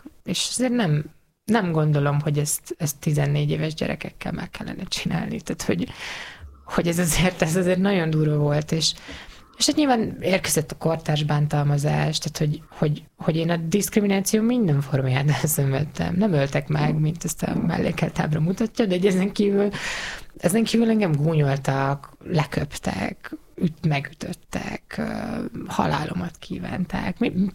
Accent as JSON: {"language": "Hungarian", "region": "Borsod-Abaúj-Zemplén", "country": "Hungary", "said": "én egy icipici faluból származom, Borsod megyéből, egy 800 fős kis faluból."}